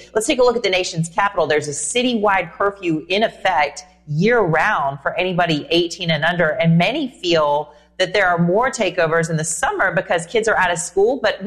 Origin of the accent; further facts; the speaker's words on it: Charlotte, North Carolina, United States; Here in my hometown of Charlotte